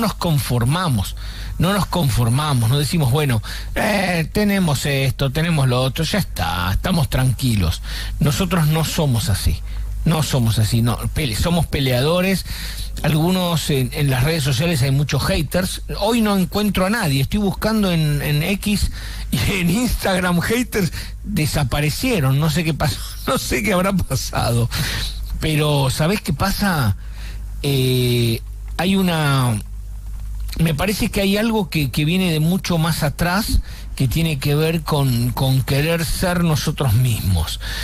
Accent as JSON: {"language": "Spanish", "country": "Argentina", "said": "pero somos argentinos."}